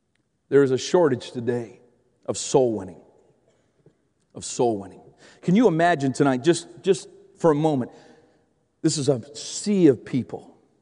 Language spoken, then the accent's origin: English; Canada; being Canadian